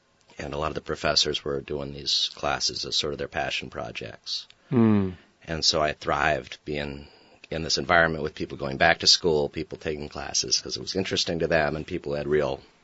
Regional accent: Thetford, Vermont, United States; Well, I grew up in Thetford, Vermont, and graduated from Thetford Academy in 2004. And ended up sticking around Vermont for a year.

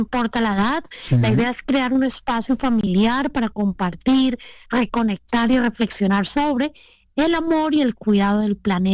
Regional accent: Colombia; En Colombia comemos bocadillo, en todas las regiones de Colombia creo que siempre hay un bocadillito en casa

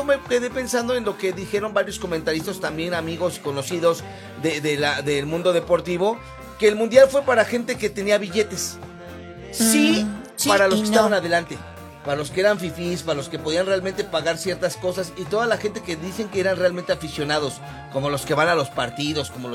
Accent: Mexico; a mí como mexicano

